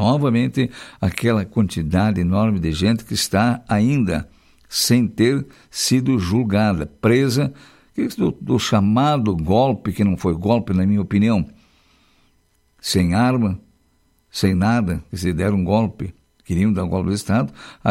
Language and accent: Portuguese; Brazil; A gente fica, como brasileiro, envergonhado disso aí.